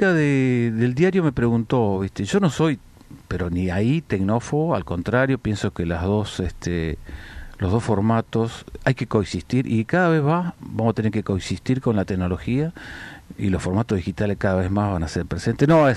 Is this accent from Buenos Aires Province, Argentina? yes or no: no; Comodoro Rivadavia, Chubut, Argentina; soy de Comodoro Rivadavia y vivía cerca del mar en Comodoro, así que también tengo esa cultura marítima, digamos.